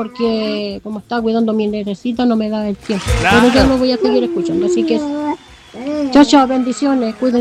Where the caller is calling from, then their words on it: Rengo, O'Higgins, Chile; somos de Rengo